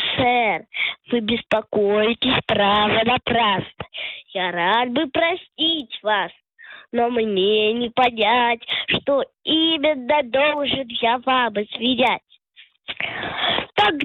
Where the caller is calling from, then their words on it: Moscow, Russia; Из Москвы.